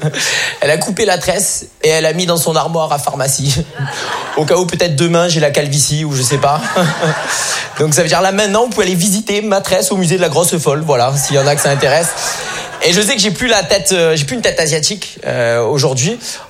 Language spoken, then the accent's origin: French; France; born there; also born or lived in Germany; je suis né en Allemagne, voilà. Et là-bas, tu peux choisir entre le nom du père et le nom de la mère. Ma mère, française, elle savait que j'allais être éduquée en France.